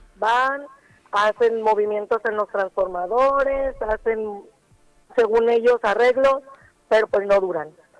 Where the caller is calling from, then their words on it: Villa de Álvarez, Colima, Mexico; yo soy vecina de la colonia Puerta de Rolón, ubicada en Villa de Álvarez, ahí a un costado de la Petatera.